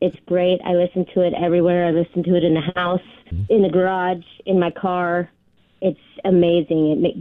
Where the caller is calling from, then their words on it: Kearney, Nebraska, United States; I'm calling from Kearney, Nebraska.